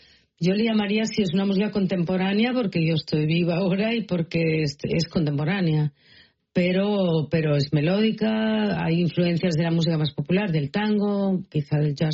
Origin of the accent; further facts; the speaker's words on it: Catalonia, Spain; also born or lived in Madrid / Boston; now in Paris, France; A mí cuando me preguntan si me siento, yo qué sé, catalana, digo, cuando estoy en Madrid me siento catalana, cuando estoy en París me siento quizá española, cuando estaba en Boston me sentía europea